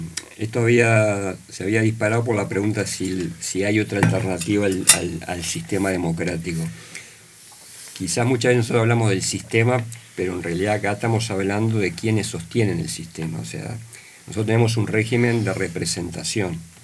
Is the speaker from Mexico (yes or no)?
no; Uruguay; somos uruguayos